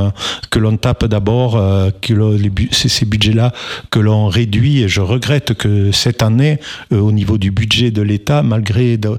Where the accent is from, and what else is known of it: Mirepoix, Occitanie, France